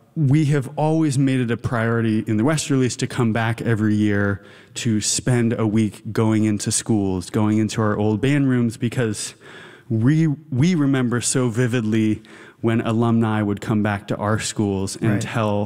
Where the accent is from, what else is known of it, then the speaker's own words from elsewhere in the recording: Seattle, Washington, United States; Growing up in Seattle, he was living here at the time